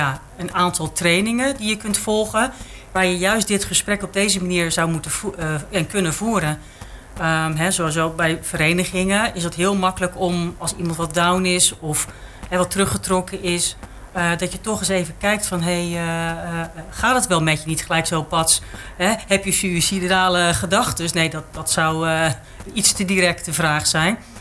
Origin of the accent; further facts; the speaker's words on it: Gouda, South Holland, Netherlands; Ik ben geboren en getogen Goudenaar.